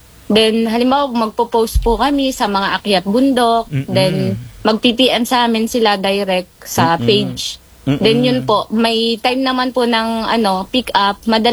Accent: Tanay, Rizal, Philippines; Dito po sa amin sa Tanay Rizal, pinagmamalaki po namin dito sa pinakang barangay ko po, Mount Daraitan, plus Tinipak River.

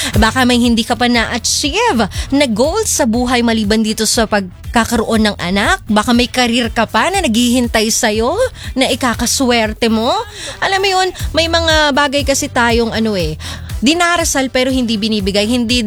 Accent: Bicol Region, Philippines; now in Batangas, Philippines; Pa-shoutout po kami dito sa Tolo, Batangas. Taga Bicol po ako. Nandito po ako para magtrabaho.

